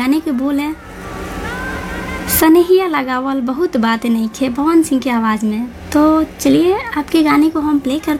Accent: Gorakhpur, Uttar Pradesh, India; हाय नमस्कार … और मैं गोरखपुर से हूँ।

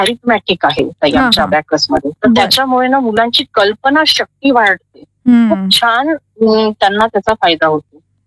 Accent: Nashik, Maharashtra, India; मी नाशिकचंच आहे. माझं सासर आणि माही माझं दोघं पण नाशिकच आहे.

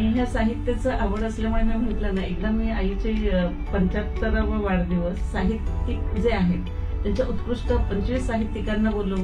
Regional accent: Baramati, Maharashtra, India; moved away; कोविडचा जो काळ होता त्या काळात मला जास्त माझ्या नेटिव्ह प्लेसला राहायला मिळालं म्हणजे बारामतीला म्हणा आई वडिलांकडे माझ्या सासू सासऱ्यांकडे तिथे मी राहिले.

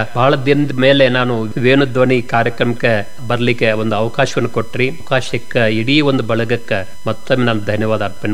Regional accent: Belagavi district, Karnataka, India

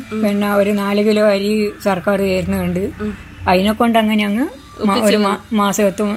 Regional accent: Kerala, India; born there; also born or lived in Perumbachal

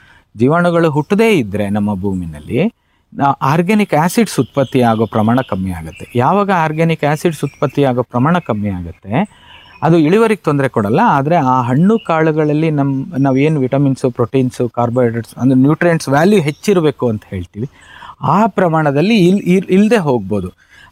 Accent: Mysore, Karnataka, India; ಅಂದರೆ ನನ್ನ ಊರು ಈಗ ಮೈಸೂರಲ್ಲಿದೆ, ಮೈಸೂರು ಸುತ್ತಮುತ್ತ ಇರೋವಂಥ ಏನು ಹಸುಗಳಿದೆ

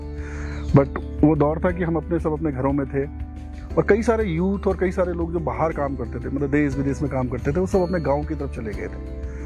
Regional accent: Chhani, Uttarakhand, India; born there; क्योंकि मैं खुद छानी में पैदा हुआ हूँ। तो और परियों के देश के नीचे की छानी थी वो, खैट पर्वत की, जहाँ मेरा जन्म हुआ है

